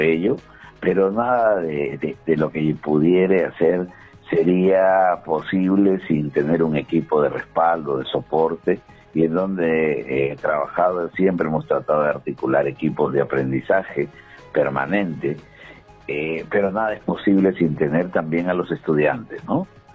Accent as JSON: {"language": "Spanish", "country": "Peru", "said": "Nosotros hemos nacido en el Perú y somos peruanos."}